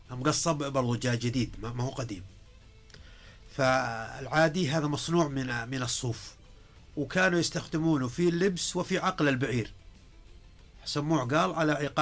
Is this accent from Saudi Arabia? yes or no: yes; Najd, Saudi Arabia; كان عندنا في نجد مثلا الملابس النجدية المرودن، الملابس المرودن هذا يعتبر نجدي